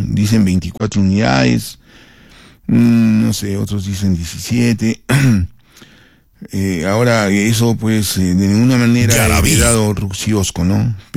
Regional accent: Arequipa, Peru; Nosotros como arequipeños

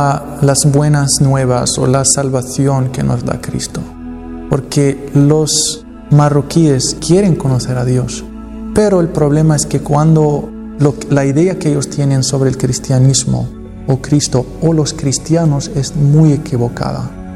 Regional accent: Morocco

